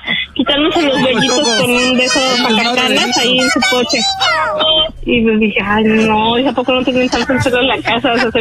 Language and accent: Spanish; Mexico City, Mexico